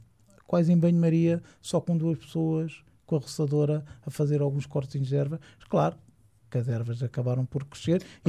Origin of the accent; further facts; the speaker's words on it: Fernão Ferro, Setúbal, Portugal; also born or lived in Torres Vedras; now in Quinta do Conde, Portugal; eu sinto que sou de cá, que eu vivo cá há 21 anos, mas já frequento a Quinta do Conde há muito mais anos, porque eu cresci aqui ao lado, cresci na Infernão Ferro, e sempre vim aqui à Quinta do Conde.